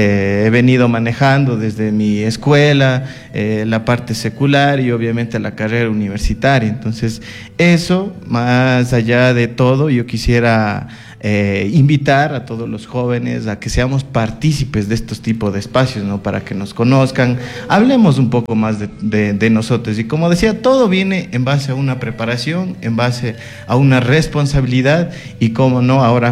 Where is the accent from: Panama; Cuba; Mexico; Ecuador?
Ecuador; Cajabamba, Chimborazo; yo soy oriundo allá de Cajabamba, toda mi vida he vivido allá